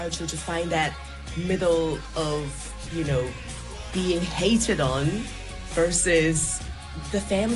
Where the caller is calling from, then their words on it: Hong Kong; I'm calling in from Hong Kong.